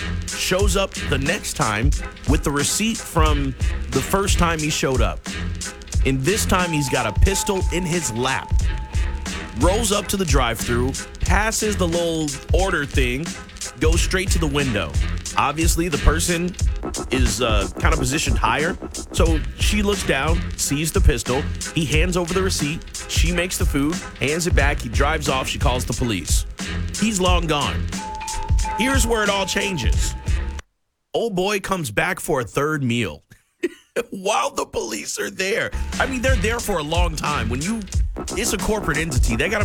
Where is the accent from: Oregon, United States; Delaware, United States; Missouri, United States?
Missouri, United States; St. Louis; moved away as an adult; now in Nebraska, United States; I'm from St. Louis. I lived there my entire, I guess, child life. And then I moved to Nebraska when I was an adult.